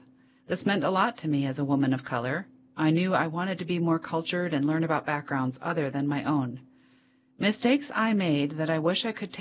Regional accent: Tennessee, United States; I graduated collections in my home state of Tennessee. I decided to take a leap of faith and to do volunteer service in Minnesota with Jesuit Volunteer Corps.

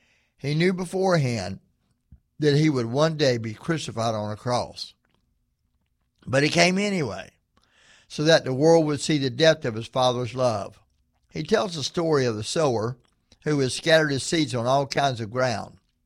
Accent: North Carolina, United States; I am from North Carolina, and we went through Hurricane Hugo. I'd been around pine trees all my life

